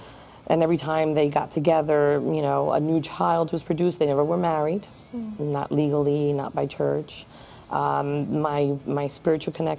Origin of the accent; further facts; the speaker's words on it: New York, United States; moved away; also born or lived in Massachusetts; So I was born in New York of Dominican parents